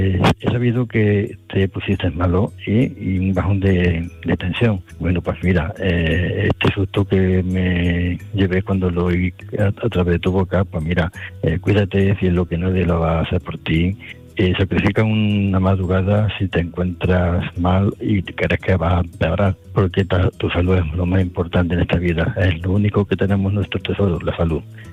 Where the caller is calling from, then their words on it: Córdoba, Andalusia, Spain; de Córdoba